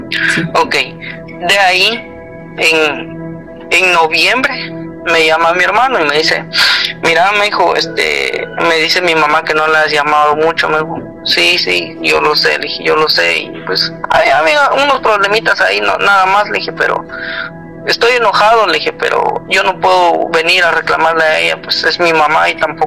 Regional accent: Guatemala; now in United States; Sí, yo soy de Guatemala, ella allá en el pueblo.

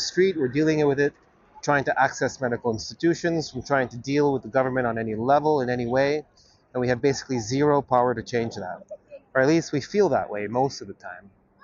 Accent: Canada; No, I just like the reference to Stephen Harper. I'm Canadian.

